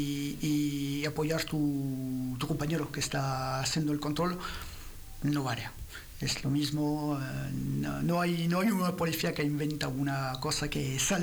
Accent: France; Spanish is a second language; moved away; Yo que vengo de Francia

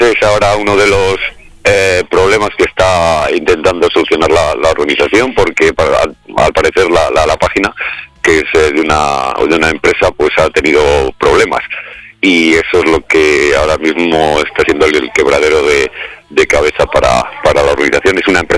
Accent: Castile and León, Spain; porque somos castellanos y leoneses.

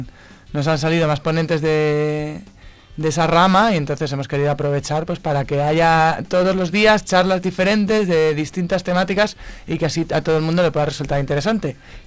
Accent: Zamora, Castile and León, Spain; porque en Zamora también somos así, curiosos, ¿no?

